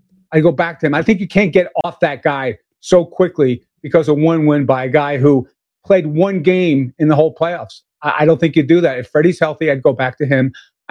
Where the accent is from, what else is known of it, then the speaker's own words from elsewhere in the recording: New York, United States; I grew up in New York. I was a Knicks fan back in the 70s